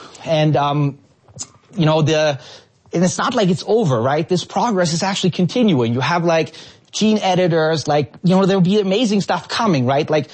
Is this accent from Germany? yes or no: yes; Germany; English is a second language; now in United States; And, you know, I'm from Germany.